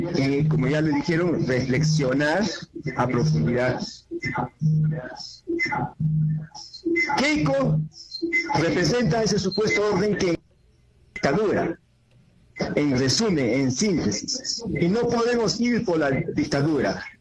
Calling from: Juliaca, Puno, Peru; desde Juliaca.

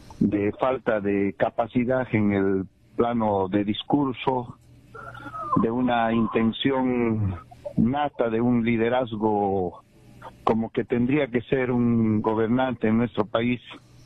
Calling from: Quillabamba, Cusco, Peru; desde Quillabamba, la Convención, Cusco.

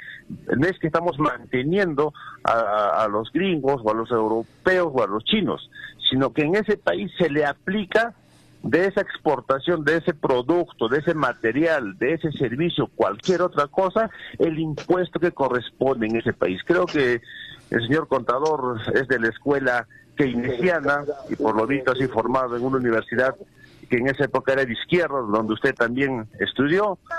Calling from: Juliaca, Puno, Peru; de Juliaca.

